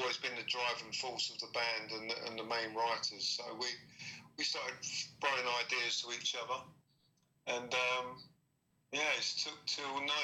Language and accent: English; London, United Kingdom; I'm London, yeah. So I'm born and bred in Shepherd's Bush in London.